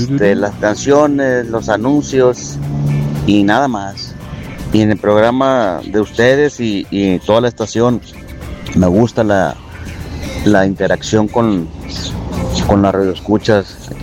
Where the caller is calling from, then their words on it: Piedras Negras, Coahuila, Mexico; Yo soy de acá de Piedras Negras, Coahuila